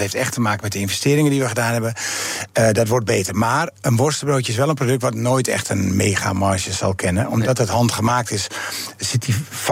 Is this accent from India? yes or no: no; Amsterdam, North Holland, Netherlands; Maar als Amsterdammer zou ik daar dan wel iets aan toevoegen.